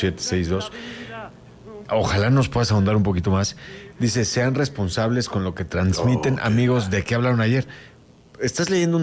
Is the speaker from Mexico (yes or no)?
yes; Mexico